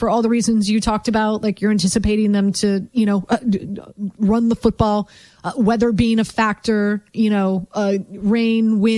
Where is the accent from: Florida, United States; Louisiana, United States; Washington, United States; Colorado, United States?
Florida, United States; Miami; also born or lived in Baltimore; So born and raised in Miami, spent some time in Baltimore, and was introduced to the horses at Preakness through Under Armour.